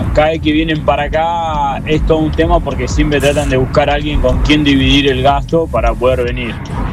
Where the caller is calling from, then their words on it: Rosario, Santa Fe, Argentina; Yo soy acá de Rosario